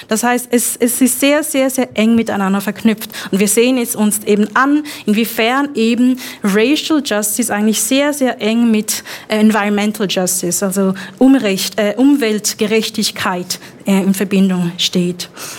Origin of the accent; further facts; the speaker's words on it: Zurich, Switzerland; now in Bayreuth, Germany; Also ich bin aus Zürich, im Zürcher Unterland aufgewachsen.